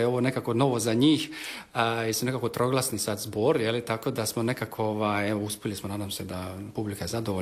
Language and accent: Croatian; Split, Split-Dalmatia County, Croatia; now in Vienna, Austria; ja sam iz Splita